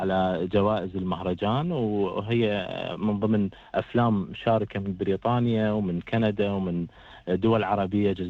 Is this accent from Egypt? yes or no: no; Iraq; طبعا كعراقي حس بهذا الخطر